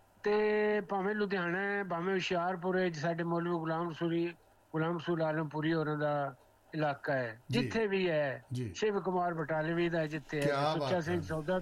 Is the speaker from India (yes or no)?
no; Badshahpur, Punjab, Pakistan; ਸਾਡੇ ਜਿਹੜਾ ਬਾਦਸ਼ਾਹਪੁਰ ਮੇਰਾ ਪਿੰਡ ਹੈ